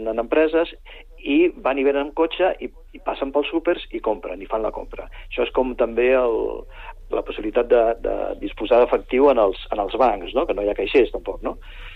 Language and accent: Catalan; Barberà de la Conca, Catalonia, Spain; jo vinc de Barberà de la Conca, que és un municipi que té 426 habitants.